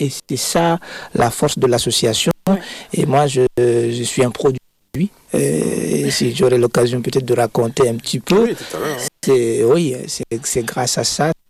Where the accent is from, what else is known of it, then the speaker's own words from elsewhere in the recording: Guinea; moved away; en tant que Guinéen